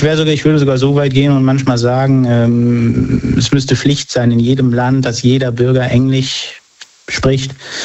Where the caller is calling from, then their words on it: Rhineland-Palatinate, Germany; Westerwald.